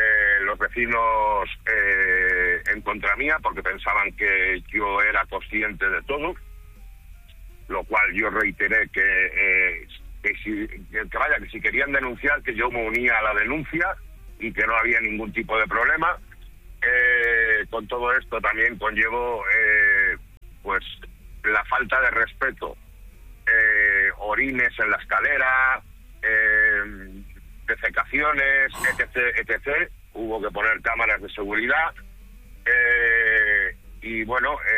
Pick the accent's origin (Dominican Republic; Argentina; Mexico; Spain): Spain; Galicia; now in Barcelona, Spain; invertí en mi tierra. Yo soy natural de Galicia